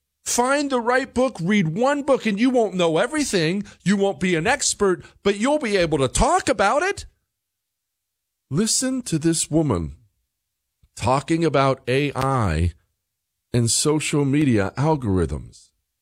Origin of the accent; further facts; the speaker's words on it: Ohio, United States; born there; I was born in Ohio, but Ab lived in Canada for a while.